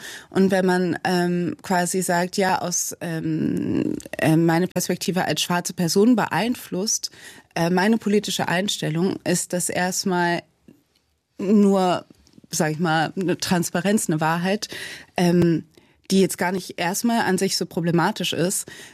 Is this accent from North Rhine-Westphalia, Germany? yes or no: yes; Cologne, North Rhine-Westphalia, Germany; ich bin Kölnerin, das heißt, in unseren Traditionen steckt es auch.